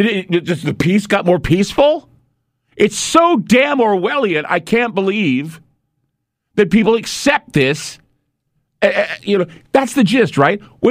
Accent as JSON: {"language": "English", "country": "United States", "said": "That was me understanding what it meant to be an American."}